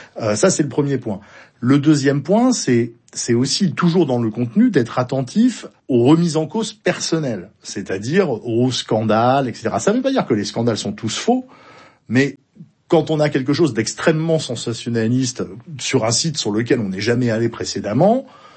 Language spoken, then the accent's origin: French; Bordeaux, Nouvelle-Aquitaine, France; moi je suis bordelais